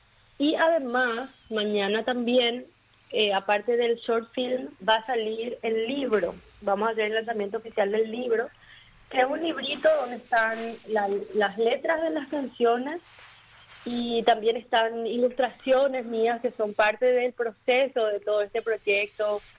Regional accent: Paraguay

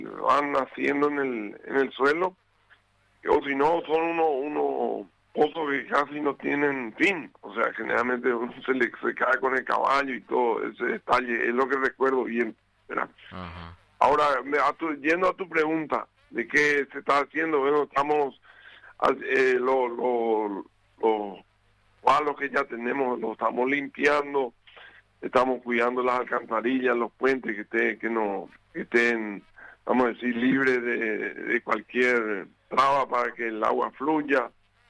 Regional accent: Chaco, Paraguay; mi experiencia de años, porque yo me crecí en el Chaco

